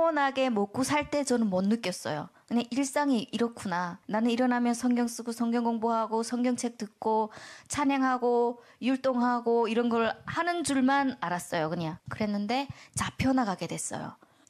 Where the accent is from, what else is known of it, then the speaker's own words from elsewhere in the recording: North Korea; 우리 북한에서 왔고 하니까 이제 위험하구나 해가지고